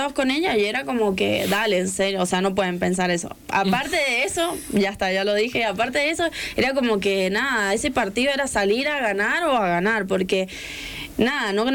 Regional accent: Mendoza, Argentina; yo soy de Mendoza.

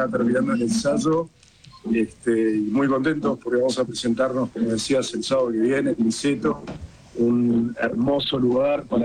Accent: Argentina; Cantamos de todo, somos argentinos, así que podemos ir del tango a la milonga

